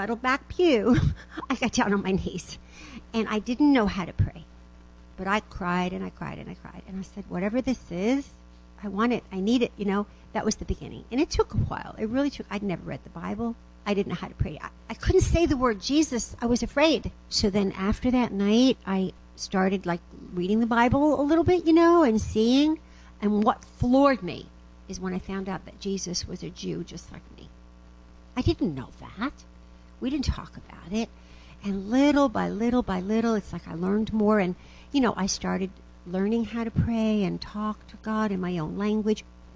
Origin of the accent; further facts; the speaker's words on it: New York, United States; In New York, growing up in Judaism, you go to the synagogue, and the women sit on one side, the men sit on another side